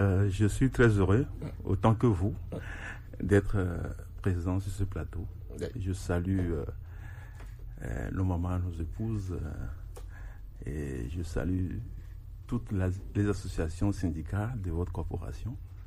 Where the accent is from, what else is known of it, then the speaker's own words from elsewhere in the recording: Togo; born there; moved away as an adult; also born or lived in France; Je suis né au Togo, j'ai quitté le Togo quand j'avais 23 ans.